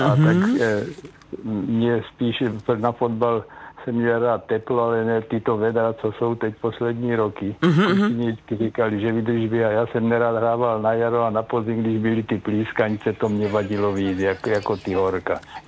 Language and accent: Czech; Milotice, South Moravian Region, Czechia; now in Kyjov, Czechia; protože bydlím v Kyjově a pocházím z Milotic, kde je pěkný rybník, takže jsme jako děti prázdní tam strávili skoro celé prázdní.